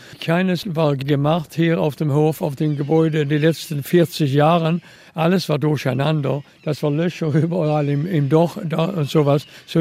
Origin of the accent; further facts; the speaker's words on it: Malmö, Skåne, Sweden; born there; German is a second language; Ich bin in der Stadt Malmö geboren.